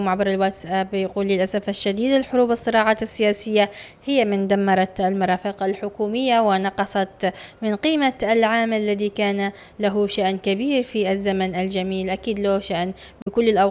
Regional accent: Yemen; عندنا في اليمن،

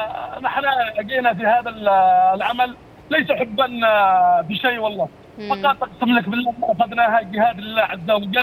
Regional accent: Aden, Yemen

